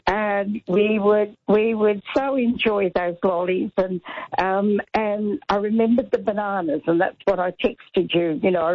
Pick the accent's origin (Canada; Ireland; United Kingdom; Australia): Australia; Western Australia; moved away; But it did remind me when we came to Melbourne from Western Australia. It was in 1956, and my parents bought a house in Young Street, Fitzroy